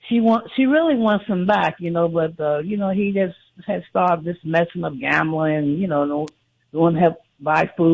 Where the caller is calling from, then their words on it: New York, United States; I'm from New York